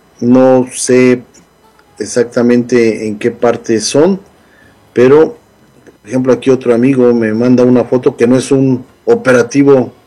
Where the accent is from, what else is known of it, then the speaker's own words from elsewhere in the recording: Mexico; moved away; Como decimos allá en México